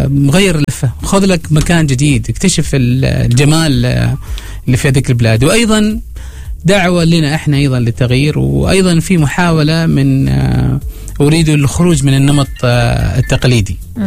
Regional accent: Oman; احنا عادة يعني كلنا كعمانيين، القائمة في ظفار تشمل إيتين ومغسيل، سوق الحافة

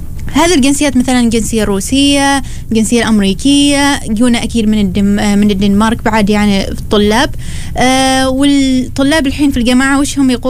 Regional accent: Oman; كيف نحن كعمانيين

